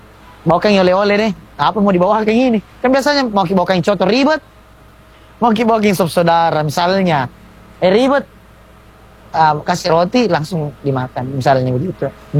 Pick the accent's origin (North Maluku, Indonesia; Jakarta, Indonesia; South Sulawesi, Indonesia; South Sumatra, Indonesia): South Sulawesi, Indonesia; kita sebagai orang Bugis Makassar